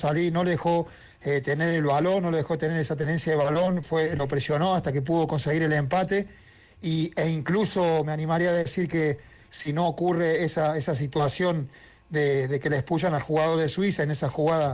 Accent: Argentina; Sí, bueno, como argentino, hasta ayer, hasta hoy, altas horas de noche

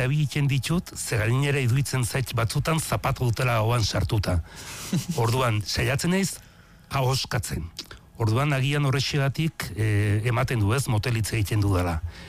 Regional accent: Legasa, Navarre, Spain

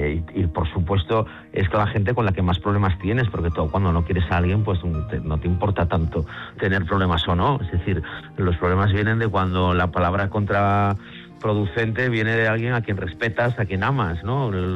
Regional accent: Galicia, Spain; yo soy gallego

